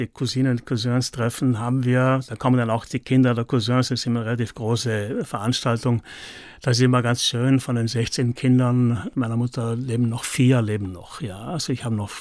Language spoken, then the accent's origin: German; Merano, Trentino-Alto Adige, Italy; Die Polizeistation, wo ich am Ende war, das war in meiner Heimatstadt im Meran.